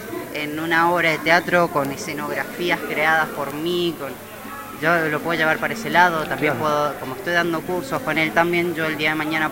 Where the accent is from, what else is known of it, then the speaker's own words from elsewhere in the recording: Mendoza, Argentina; yo soy mendocino.